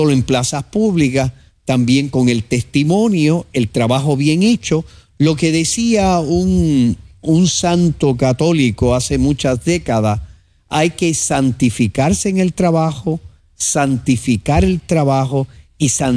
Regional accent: Puerto Rico; lo que nosotros somos como puertorriqueños

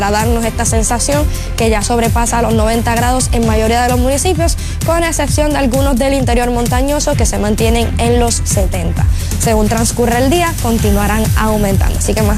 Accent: Cabo Rojo, Puerto Rico; born there; mi municipio de Cabo Rojo, allá mi pueblito

